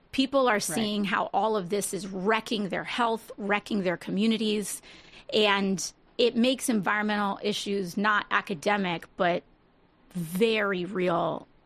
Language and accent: English; New York City, New York, United States; I'm from the Bronx.